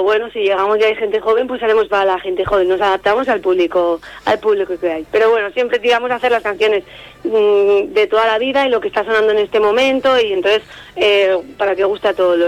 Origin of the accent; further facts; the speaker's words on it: Navarre, Spain; como en la nuestra, como en Navarra